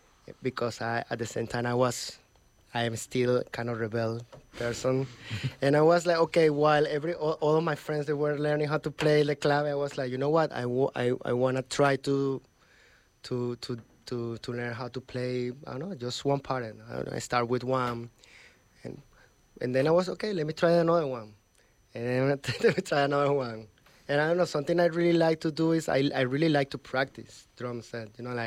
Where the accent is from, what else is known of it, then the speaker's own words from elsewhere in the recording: Venezuela; English is a second language; moved away as an adult; now in New York, United States; I'm from Venezuela